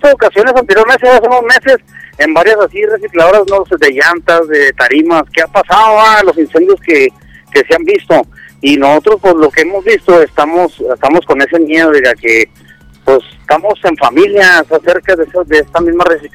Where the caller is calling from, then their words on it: Mexico; aquí yo vivo en Granja del Valle